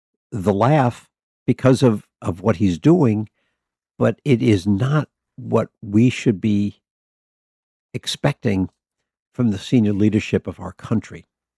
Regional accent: United States

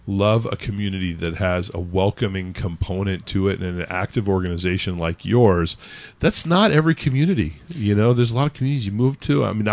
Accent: California, United States; when we first moved to the East Coast, I grew up in California, and she grew up in Germany, and our first job took us to Rhode Island.

